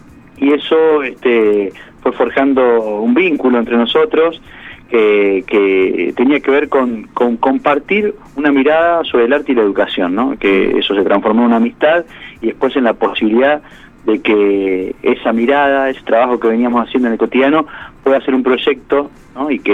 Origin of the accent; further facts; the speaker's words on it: Santa Fe, Argentina; now in Buenos Aires, Argentina; yo, que soy santafesino, pero que vivíamos en aquel momento, y bueno, desde un poco antes vivimos en Buenos Aires los tres